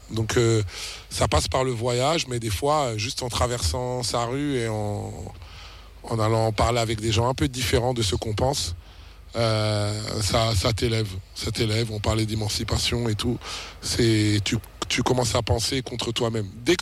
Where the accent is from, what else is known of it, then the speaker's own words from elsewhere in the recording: Kinshasa, DR Congo; born there; now in Abidjan, Côte d'Ivoire; Ouais, moi j'habite à Abidjan, je suis né à Kinshasa.